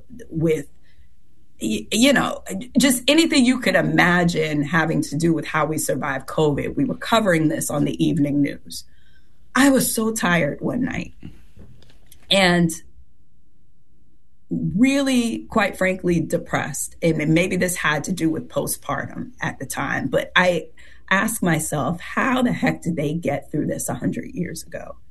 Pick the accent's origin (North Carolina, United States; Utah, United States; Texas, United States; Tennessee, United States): North Carolina, United States; Fayetteville; I mean, so I'm from North Carolina. I'm really glad to be with you all. I'm a military brat, Army brat from Fayetteville